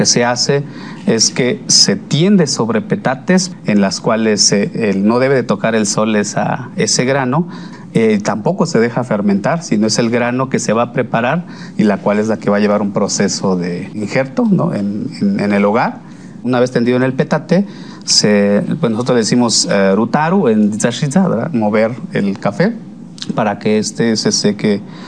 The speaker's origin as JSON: {"language": "Spanish", "town": "Tanetze de Zaragoza", "region": "Oaxaca", "country": "Mexico", "said": "provengo de la comunidad de Tanetze, Zaragoza, el lugar y en donde producimos y vivimos con el café."}